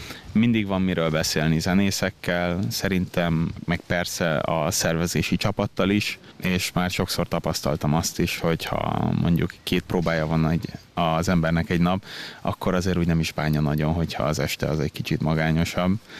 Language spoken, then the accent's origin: Hungarian; Sopron, Győr-Moson-Sopron, Hungary; born or raised there; also born or lived in Budapest / Páty / Milan; now in Vienna, Austria